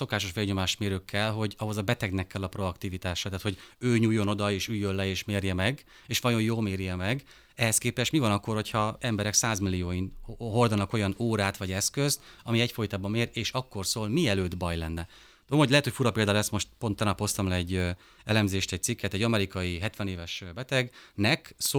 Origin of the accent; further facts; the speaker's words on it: Szabolcs-Szatmár-Bereg, Hungary; én Szabolcsi vagyok